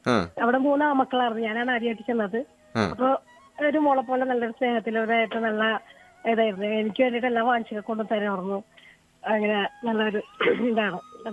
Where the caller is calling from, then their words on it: Aluva, Kerala, India; ആലുവ കുന്നത്തേരിയിലാണ് വീട്.